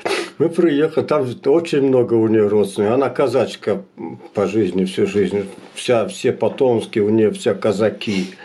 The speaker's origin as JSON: {"language": "Russian", "country": "Kazakhstan", "tie": "born or raised there", "moved": "as an adult", "lives_now": "Russia", "said": "Ну, родился я в 52-м году в Казахстане. На поселении был под комендатурой рожденный ягаик, и сейчас я как репрессированный немец, да."}